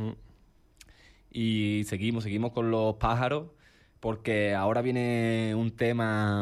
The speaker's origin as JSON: {"language": "Spanish", "town": "Grazalema", "region": "Andalusia", "country": "Spain", "said": "los que somos aquí de Grazalema"}